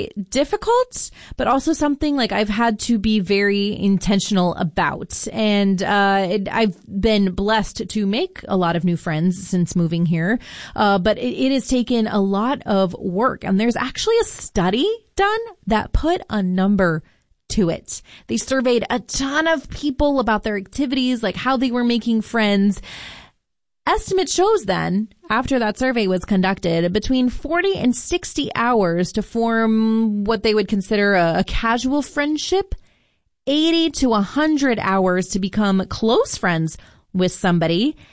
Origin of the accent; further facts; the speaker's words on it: Virginia, United States; moved away as an adult; now in Wisconsin, United States; I recently moved to Wisconsin. I'm from the Virginia area.